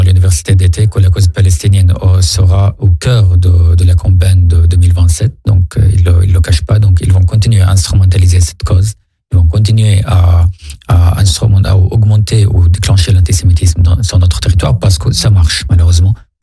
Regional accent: Syria; moved away as an adult; moi je viens d'ailleurs de la Syrie.

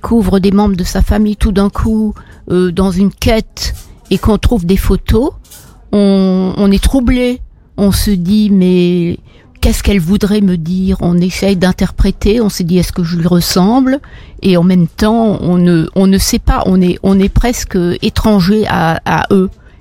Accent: Strasbourg, Grand Est, France; je suis sociologue, je viens de Strasbourg.

